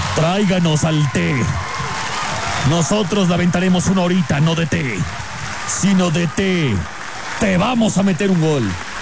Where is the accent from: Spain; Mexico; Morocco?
Mexico; En serio, yo soy más mexicano que el nopal